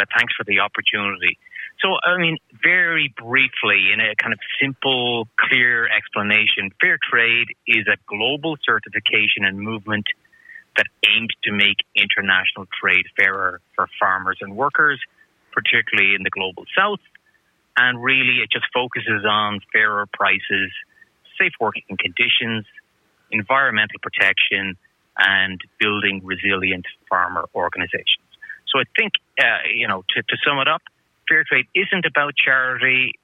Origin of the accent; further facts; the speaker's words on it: Canada; I think as Canadian shoppers